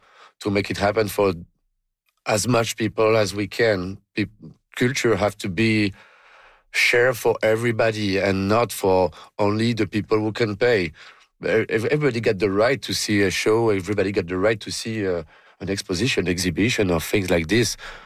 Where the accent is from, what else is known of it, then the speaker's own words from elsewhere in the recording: Montreal, Quebec, Canada; We come from Montreal too.